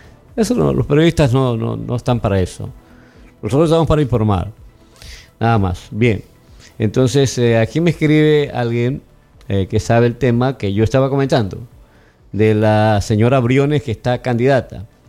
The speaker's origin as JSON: {"language": "Spanish", "town": "Portoviejo", "region": "Manabí", "country": "Ecuador", "said": "Mi padre, por si acaso, era de Colón. Yo soy de Puerto Viejo. Mi vieja, mi querida vieja, mi Teresita del alma, ella es de Santana"}